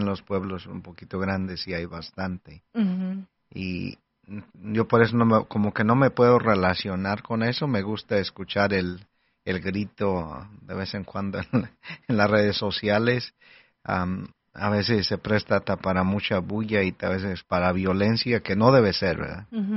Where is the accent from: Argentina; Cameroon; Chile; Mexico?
Mexico; Para nosotros los mexicanos